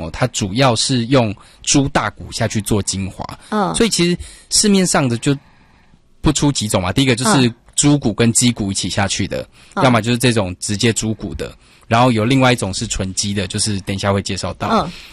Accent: Taiwan; 就对以我们台湾人的口味来说，我觉得你去日本不一定吃的习惯，但是你在台湾、你还是可以找到符合你的拉面。

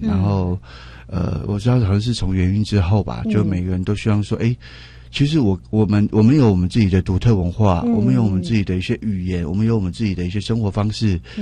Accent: Yingge, New Taipei, Taiwan; born there; also born or lived in Zhongli, Taoyuan

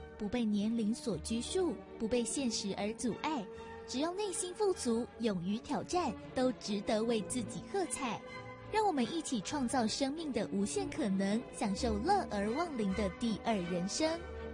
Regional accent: Taiwan; 省电这件事情对我们台湾人来说特别重要呢？

